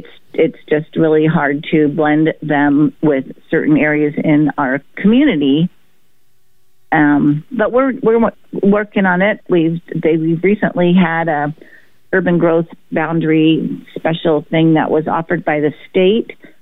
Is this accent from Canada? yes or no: no; Santa Rosa, California, United States; now in Rogue Valley, United States; I grew up in Santa Rosa, California, but spending every summer here in Oregon because my grandmother lived at the Evans Valley.